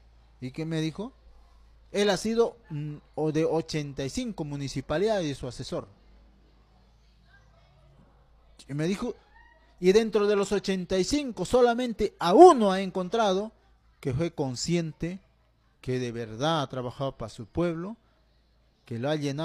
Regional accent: Peru; somos peruanos

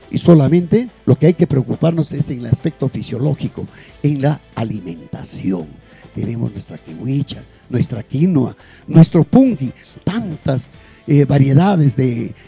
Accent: El Pedregal, Arequipa, Peru; Yo soy de Pedregal

